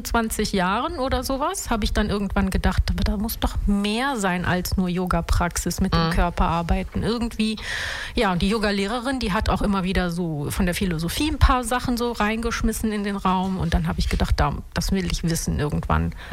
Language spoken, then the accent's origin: German; Ratingen, North Rhine-Westphalia, Germany; born there; ich bin in Ratingen, in Deutschland, in wunderschönen Nordrhein-Westfalen, nördlich von Düsseldorf geboren.